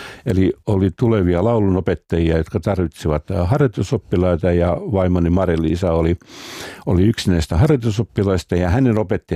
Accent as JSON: {"language": "Finnish", "town": "Salo", "region": "Southwest Finland", "country": "Finland", "tie": "born or raised there", "said": "meillä on Sävel on vapaa -ohjelma, jota mä kuuntelin jo pikkupoikana Salossa."}